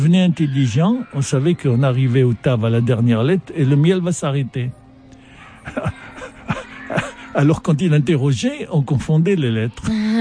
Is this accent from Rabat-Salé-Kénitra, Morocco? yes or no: no; Casablanca, Casablanca-Settat, Morocco; Oui, je venais, bon, j'avais du Maroc, j'avais mon milieu au Maroc.